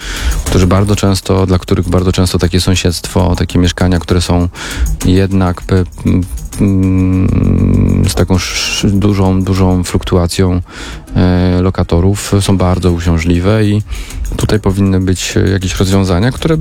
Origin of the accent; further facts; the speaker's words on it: Warsaw, Masovian Voivodeship, Poland; jestem warszawiakiem